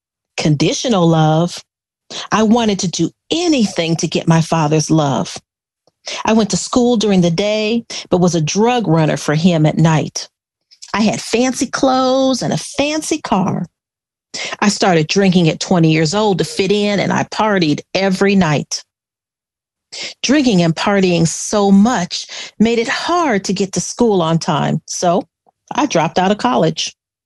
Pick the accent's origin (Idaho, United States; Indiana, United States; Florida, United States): Indiana, United States; Gary; born there; So they married, and I was born in Gary, Indiana.